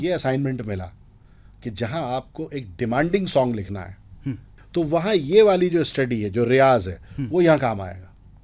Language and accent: Hindi; Vidisha, Madhya Pradesh, India; also born or lived in Bhopal; मैं संयुक्त परिवार में पला बड़ा हूँ विदिशा भोपाल में